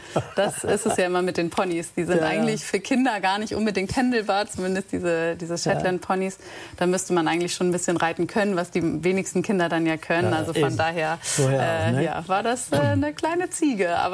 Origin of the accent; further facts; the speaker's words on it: Kronshagen, Schleswig-Holstein, Germany; also born or lived in Kiel; Ich bin in Ottendorf groß geworden, beziehungsweise genau an der Grenze zwischen Ottendorf und Kunzhagen. Das heißt, ich bin schon direkt in Kunzhagen aufgewachsen im Prinzip.